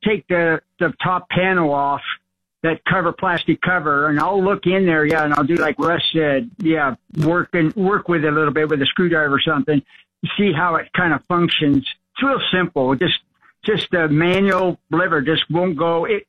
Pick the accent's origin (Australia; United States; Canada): United States; California; I'm from California all my life.